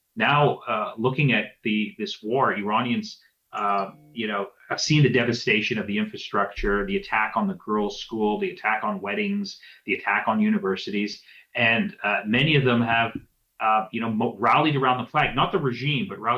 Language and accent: English; Canada; I'm Canadian, Ian, so we have, a lot of friends and family who go to Cuba.